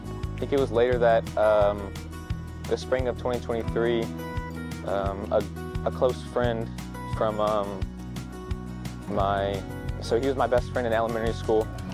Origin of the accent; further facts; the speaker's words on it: Louisiana, United States; I'm from Louisiana, really close, big family. It was a blessing growing up.